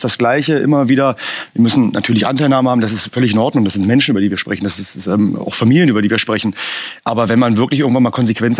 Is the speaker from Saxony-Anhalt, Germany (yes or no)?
yes; Stendal, Saxony-Anhalt, Germany; ich komme aus der Altmark in Stendal